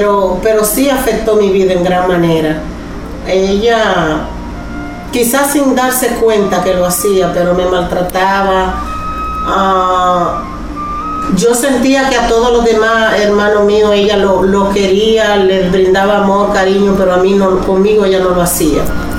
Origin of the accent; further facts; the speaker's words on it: San Francisco de Macorís, Duarte, Dominican Republic; nací en San Francisco de Macorís, República Dominicana. Bueno, me crié ahí con mis padres.